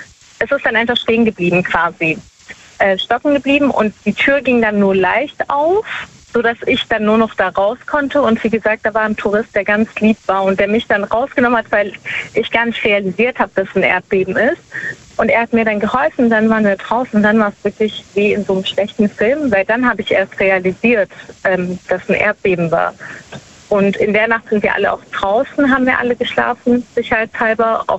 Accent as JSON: {"language": "German", "region": "Baden-Württemberg", "country": "Germany", "said": "Ich komme aus der Nähe von Stuttgart."}